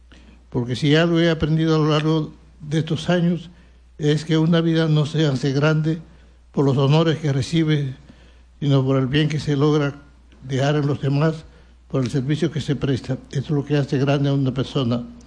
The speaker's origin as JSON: {"language": "Spanish", "country": "Dominican Republic", "said": "seguiré sirviendo a la Iglesia y a mi pueblo amado, dominicano hasta el último día de mi vida."}